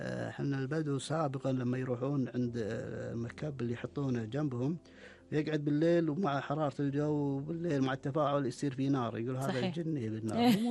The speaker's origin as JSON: {"language": "Arabic", "country": "Kuwait", "said": "إن قطاع الريسايكل عندنا بالكويت موجود"}